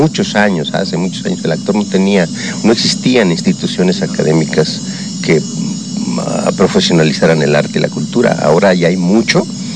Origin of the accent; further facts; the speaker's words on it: Guerrero, Mexico; En mi caso, como guerrerense, además me considero como guerrerense echado para adelante, con un trabajador, con mucho esfuerzo, todo lo que somos guerrerenses